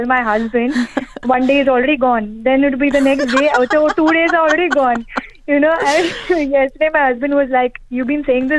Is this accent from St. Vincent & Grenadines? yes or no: no; Mumbai, Maharashtra, India; moved away; I remember back in India when I was a child